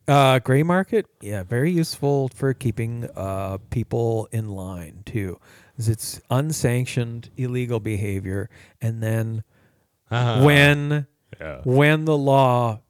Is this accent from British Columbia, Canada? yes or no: no; Ottawa, Ontario, Canada; So, growing up in Ottawa